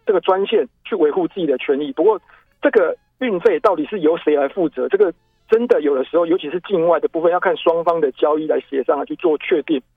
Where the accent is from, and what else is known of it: Taiwan